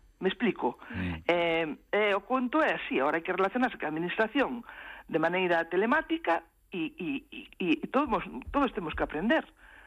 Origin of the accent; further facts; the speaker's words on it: Galicia, Spain; porque hai moitos galegos e galegas que queremos telo, certificado.